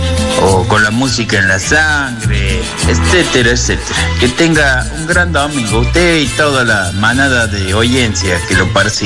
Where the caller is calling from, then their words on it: Córdoba, Argentina; Acá saludándole de donde soy yo, acá del rancho, acá en la Cambicha, acá en Los Naranjos, en la ciudad de Córdoba.